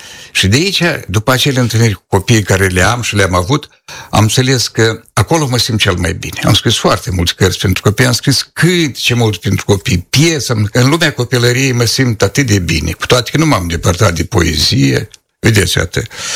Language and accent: Romanian; Pelinia, Drochia District, Moldova; satul meu Pelenia, unde era un crâng așa mic.